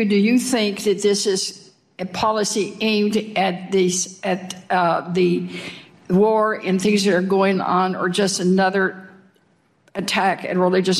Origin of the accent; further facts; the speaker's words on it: Texas, United States; Oh, I know that, sir. I'm from Texas. I'm a native Texan, unlike one of our senators.